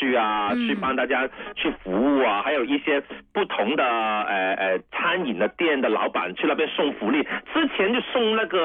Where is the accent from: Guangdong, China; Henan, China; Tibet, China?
Guangdong, China